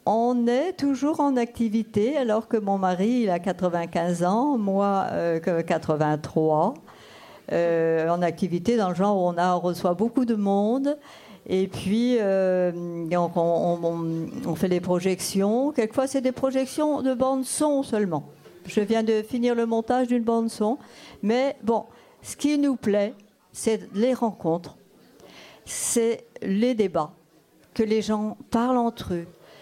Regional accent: Brittany, France; first language Breton; French is a second language; ma première langue, c'était le breton.

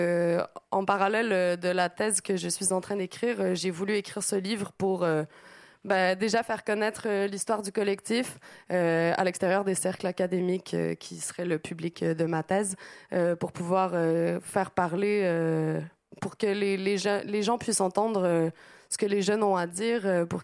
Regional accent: Quebec, Canada; now in Paris, France; que je suivais à distance du Québec parce que je suis originaire du Québec. Donc, quand je suis arrivée à Paris

